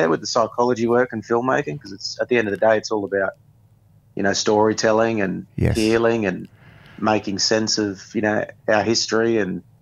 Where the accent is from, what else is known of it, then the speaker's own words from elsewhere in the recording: Dubbo, New South Wales, Australia; also born or lived in Gilgandra / Kingscliff; And myself, I was born in Gilgandra and grew up in Dubbo.